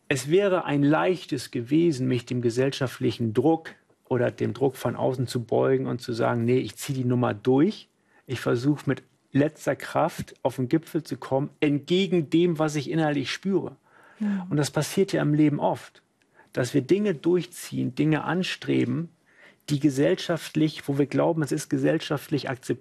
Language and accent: German; Hamburg, Germany; dass ich dann erstmal nach dem Everest nach Hamburg zurück bin, wo ich herkomme.